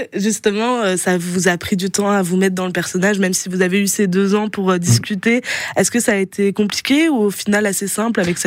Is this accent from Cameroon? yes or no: no; France; moi, en tant que française, sont effectivement binationalité.